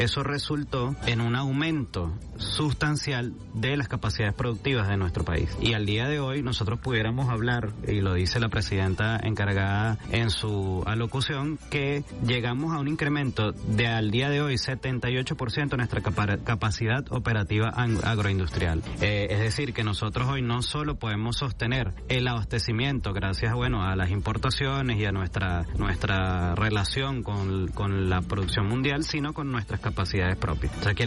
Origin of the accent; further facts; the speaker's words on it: Venezuela; nosotros, por supuesto, como venezolanos, venezolanas